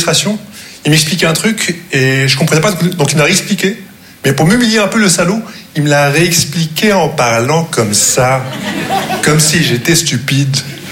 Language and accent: French; Casablanca, Casablanca-Settat, Morocco; first language Arabic; French is a second language; moved away; j'ai grandi au Maroc